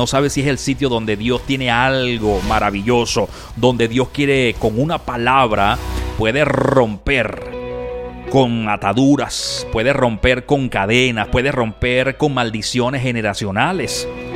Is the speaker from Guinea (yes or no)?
no; Venezuela; moved away; Cuando yo llegué de Venezuela, yo comencé a buscar una iglesia.